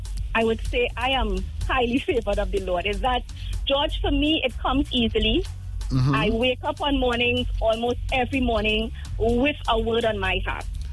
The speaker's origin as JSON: {"language": "English", "town": "Mayaro", "region": "Mayaro–Rio Claro", "country": "Trinidad & Tobago", "tie": "born or raised there", "said": "I grew up in Mayaro."}